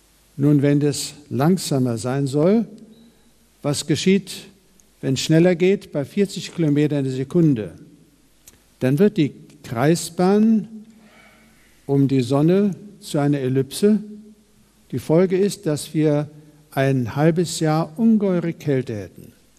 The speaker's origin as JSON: {"language": "German", "town": "Neidenstein", "region": "Baden-Württemberg", "country": "Germany", "said": "Ich komme aus Neidenstein. Das ist ein kleiner Ort in der Nähe von Heidelberg"}